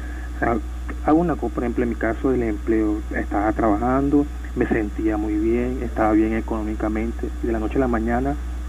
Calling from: Panama City, Panamá, Panama

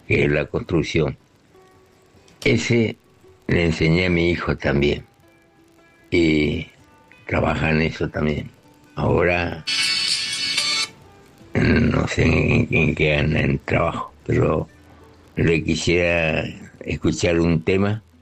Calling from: Clorinda, Formosa, Argentina; de Clorinda.

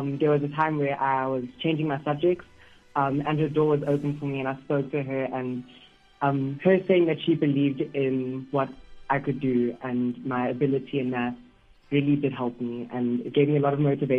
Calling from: Centurion, Gauteng, South Africa; I'm from Centurion in Gauteng.

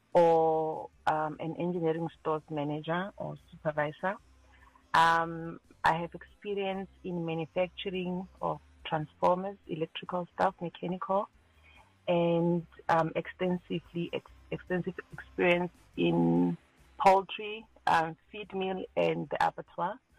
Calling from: Pretoria, Gauteng, South Africa; I'm from Pretoria.

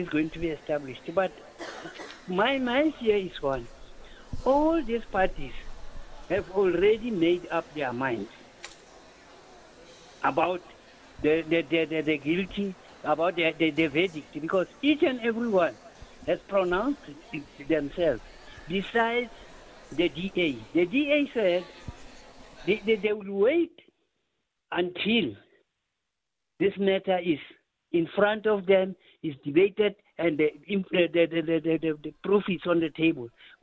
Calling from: Bloemfontein, Free State, South Africa; No, I'm phone from Bloemfontein.

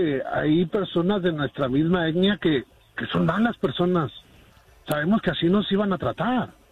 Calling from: United States; como yo estadounidense, de descendencia hispana

